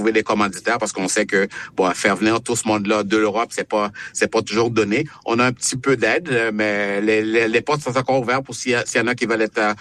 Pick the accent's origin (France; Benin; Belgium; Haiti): Haiti; moved away; je viens d'Haïti.